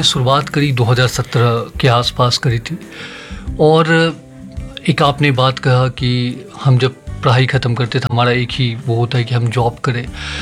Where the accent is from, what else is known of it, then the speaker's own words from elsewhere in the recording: Bihar, India; now in Delhi, India; मैं बिहार से बिलोंग करता हूँ, मैं जब दिल्ली आया